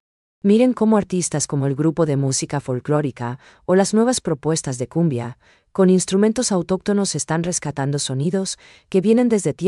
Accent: Paraguay; esa esencia pura que nos identifica como paraguayos de verdad?

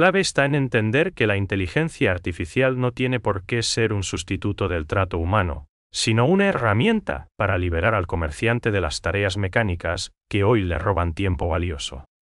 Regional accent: Paraguay

